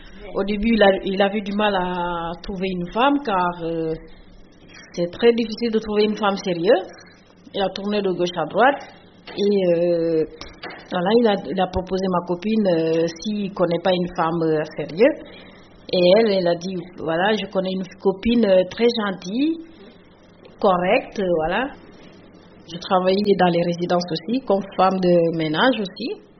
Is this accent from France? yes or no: no; Senegal; Et je suis sénégalaise.